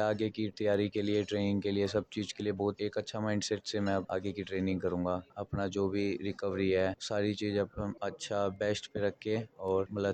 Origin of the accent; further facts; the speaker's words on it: Delhi, India; मैं दिल्ली का रहने वाला हूँ, द्वारका मोड़ से यहाँ रहता हूँ मैं, द्वारका मोड़ पे।